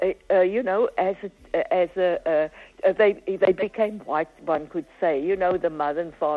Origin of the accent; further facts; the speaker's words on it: Western Cape, South Africa; where I grew up in Eastfield